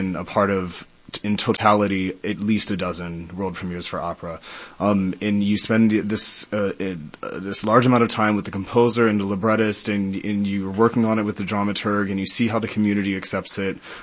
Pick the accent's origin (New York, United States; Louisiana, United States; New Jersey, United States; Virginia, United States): Virginia, United States; moved away; I'm from Virginia originally.